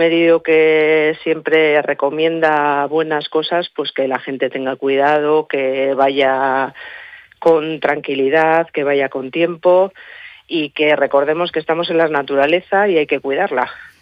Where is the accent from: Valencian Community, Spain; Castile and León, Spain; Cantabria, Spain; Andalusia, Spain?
Cantabria, Spain; Reinosa; creo que es un privilegio ser de la zona sur como soy, que soy de Reynosa